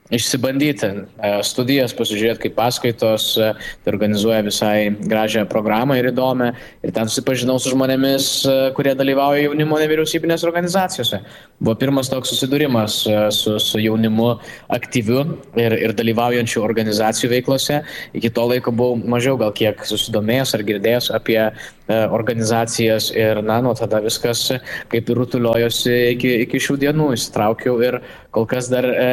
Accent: Vilnius, Vilnius County, Lithuania; Aš vilnietis esu

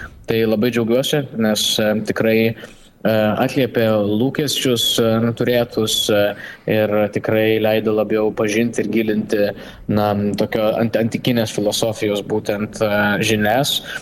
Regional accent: Vilnius, Vilnius County, Lithuania; Aš vilnietis esu

